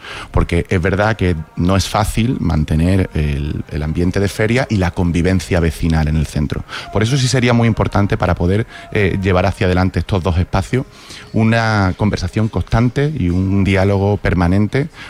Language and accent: Spanish; Málaga, Andalusia, Spain; lo que somos los malagueños, nuestra identidad, nuestros folclores, nuestros símbolos.